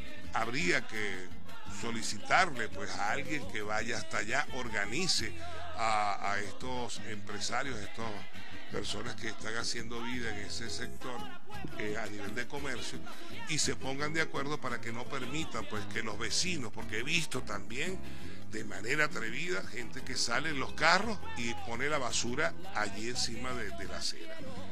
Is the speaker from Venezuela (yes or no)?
yes; Maracaibo, Zulia, Venezuela; now in Ciudad Guayana, Venezuela; Yo, como zuliano, como maravino, como maracucho, les digo de corazón, yo soy regionalista, pero hasta la médula espinal.